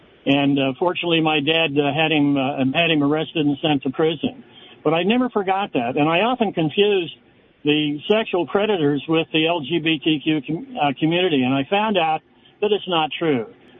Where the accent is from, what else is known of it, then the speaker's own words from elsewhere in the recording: Idaho, United States; I'm a veteran, and I was born and raised in Idaho. And I'm a Republican